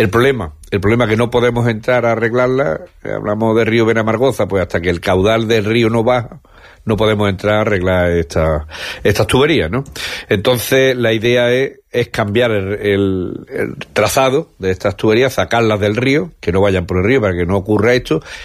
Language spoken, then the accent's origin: Spanish; Canillas de Albaida, Andalusia, Spain; de mi pueblo, Canilla de Albaida